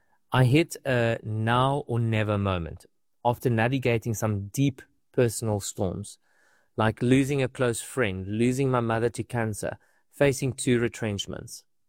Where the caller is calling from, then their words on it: Western Cape, South Africa; I'm joining you from the Cape Winelands, just outside Cape Town. It is indeed a stunning place, but I actually grew up in a rugged town a few hours north from here, also known for its vines.